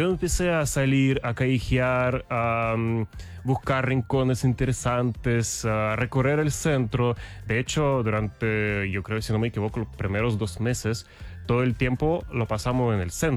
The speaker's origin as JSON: {"language": "Spanish", "country": "Russia", "second_language": "Spanish", "moved": "as an adult", "lives_now": "Chile", "said": "nosotros, como los rusos"}